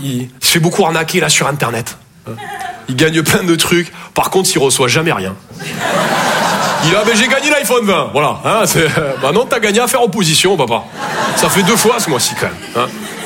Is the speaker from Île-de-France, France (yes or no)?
no; Toulouse, Occitanie, France